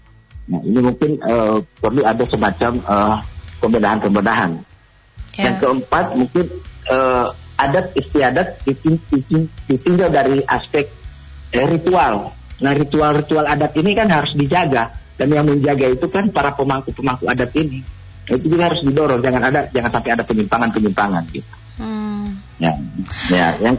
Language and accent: Indonesian; Gorontalo, Indonesia; kita orang Gorontalo